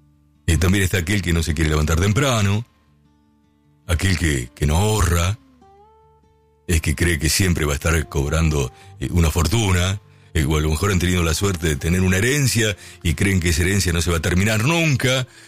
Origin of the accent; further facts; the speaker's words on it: Lincoln, Buenos Aires Province, Argentina; now in Buenos Aires, Argentina; Yo cuando salí de mi ciudad de Lincoln, ya que está escuchando allí el amigo Carlitos, mi viejo me dijo, mirá, te voy a desear lo mejor, ya que te vayas a la ciudad de Buenos Aires, son 320 kilómetros de Lincoln a esta capital